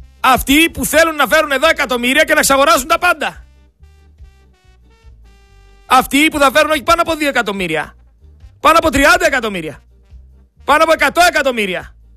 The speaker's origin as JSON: {"language": "Greek", "country": "Greece", "said": "εμείς σαν Έλληνες"}